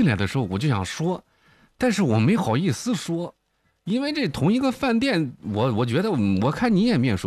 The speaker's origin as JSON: {"language": "Chinese", "town": "Bozhou", "region": "Anhui", "country": "China", "tie": "born or raised there", "said": "咱那个已经在亳州的土生土长这么多年了"}